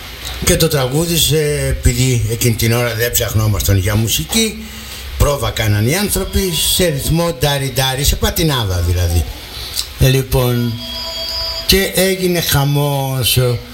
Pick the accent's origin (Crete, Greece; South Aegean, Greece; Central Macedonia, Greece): South Aegean, Greece; Ios; στο Ναϊγιάννη της Ψάθης, στην πατρίδα μου